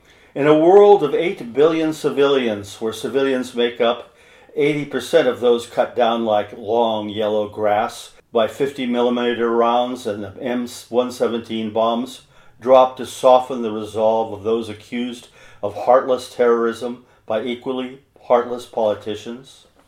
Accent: Cottage Grove, Oregon, United States; I am a writer from Cottage Grove, Oregon.

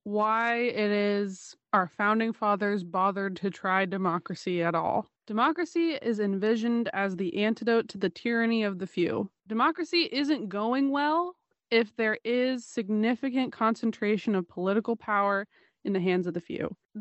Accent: Oregon, United States; someone who moved to my home state, Oregon, from Georgia

